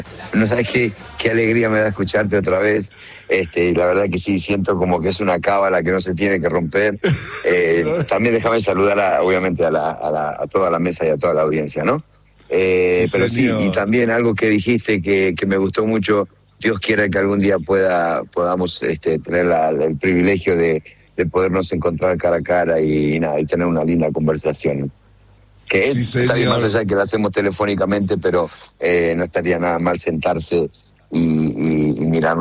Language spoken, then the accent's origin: Spanish; Argentina; Hoy somos todos argentinos.